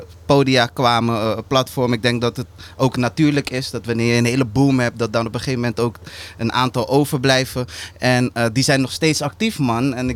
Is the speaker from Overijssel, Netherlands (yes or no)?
no; Spijkenisse, South Holland, Netherlands; born there; now in Rotterdam, Netherlands; Ik ben geboren in Spijkenisse, in het verre zuiden van Rotterdam, zeg maar. We deden daar altijd alsof we bij Rotterdam hoorden, maar je weet toch, dat was gewoon omdat we Rotterdam veel cooler vonden dan Spijkenisse. En nu woon ik al 13 jaar in Rotterdam weer